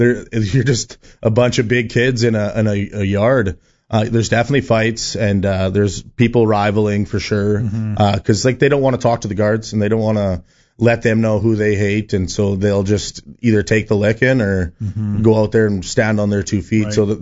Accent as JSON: {"language": "English", "town": "Saskatoon", "region": "Saskatchewan", "country": "Canada", "said": "I'm from Saskatoon, so there's a big... there's gangs from Saskatoon, Regina, two different gangs."}